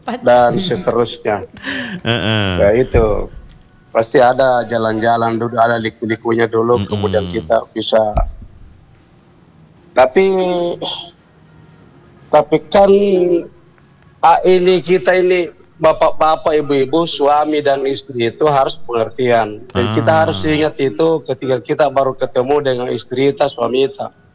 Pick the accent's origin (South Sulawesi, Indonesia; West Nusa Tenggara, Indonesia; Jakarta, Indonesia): South Sulawesi, Indonesia; Makassar; kita orang Makassar itu